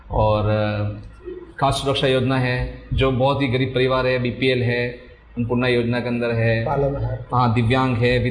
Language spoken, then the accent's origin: Hindi; Abu Road, Rajasthan, India; पढ़ाई जी, पढ़ाई लिखाई सब यहीं हुई है, हम बड़े भी यहीं हुए हैं और अभी नौकरी भी यहीं कर रहे हैं।